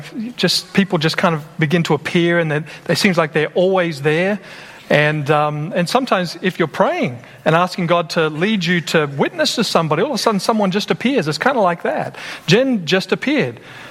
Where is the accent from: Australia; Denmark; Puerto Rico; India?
Australia; now in United States; And I'm a guy from Australia, and I'm here in America, and I'm thinking, well, maybe this is just a cultural thing.